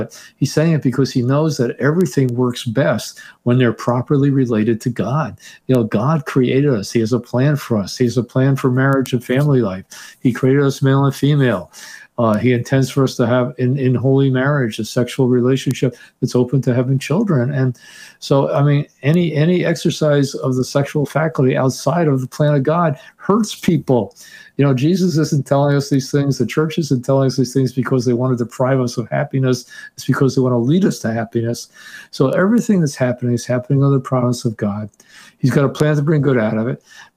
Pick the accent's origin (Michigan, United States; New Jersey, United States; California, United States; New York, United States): New Jersey, United States; Teaneck; born or raised there